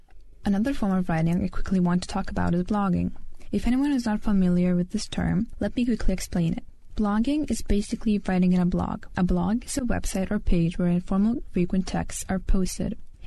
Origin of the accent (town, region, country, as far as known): Lithuania; first language Lithuanian; English is a second language